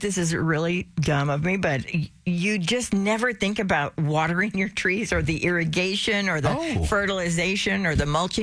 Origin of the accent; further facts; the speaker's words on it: Texas, United States; growing up in Texas